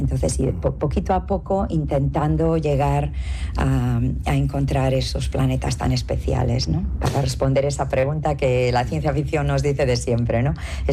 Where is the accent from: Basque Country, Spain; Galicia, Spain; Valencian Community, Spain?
Galicia, Spain; moved away as an adult; now in Canada; mi familia está en España, bueno, sí. Y en Canadá, mis hijos. Y claro, España, yo vengo todos los años, me tira mucho, es donde nací, mi tierra gallega